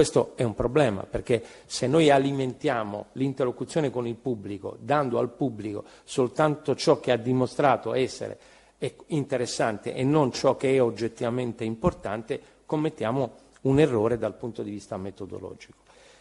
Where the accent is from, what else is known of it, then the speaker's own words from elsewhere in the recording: Apulia, Italy; moved away as an adult; now in Rome, Italy; qui in gran parte siamo meridionali, siamo pugliesi.